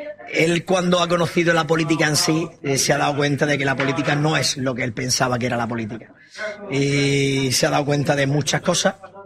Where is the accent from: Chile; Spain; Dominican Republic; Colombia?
Spain; Yo soy español, yo quiero que gane España.